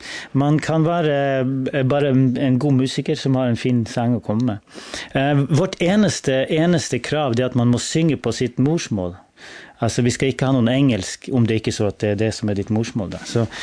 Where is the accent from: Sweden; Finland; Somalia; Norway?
Norway; Northern Norway; jag har vuxit upp norr i Norge, ett litet samfund.